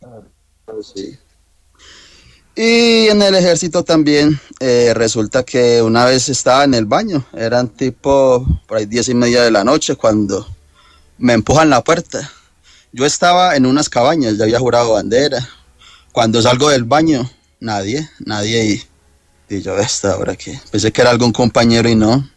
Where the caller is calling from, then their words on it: Génova, Quindío, Colombia; Le hablo desde Genoa, Quindío.